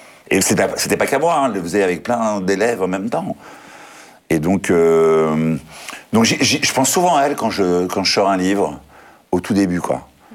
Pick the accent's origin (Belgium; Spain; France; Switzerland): France; Des lettres, voilà, bonjour, je suis un Français.